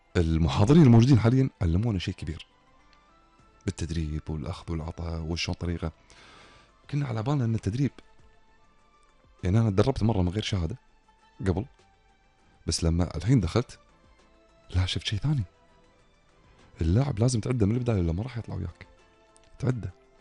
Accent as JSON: {"language": "Arabic", "country": "Kuwait", "said": "عندنا بالكويت"}